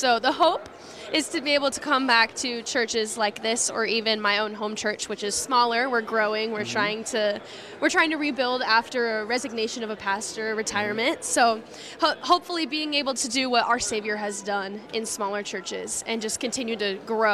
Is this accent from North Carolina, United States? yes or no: no; Pierce, Nebraska, United States; now in Seward, United States; I'm from Pierce, Nebraska, which is about 20 minutes north of here. It's like about 1,800 people. So it's still small and definitely community aspect, but getting to see Seward was cool because it's bigger, obviously, than my hometown.